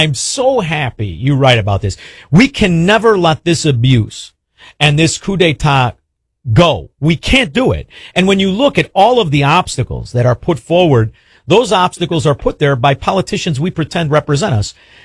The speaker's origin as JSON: {"language": "English", "town": "Chicago", "region": "Illinois", "country": "United States", "tie": "born or raised there", "said": "And this is something when you're from Chicago, I'm telling you, Kent, it's the real benefit of growing up around Chicago."}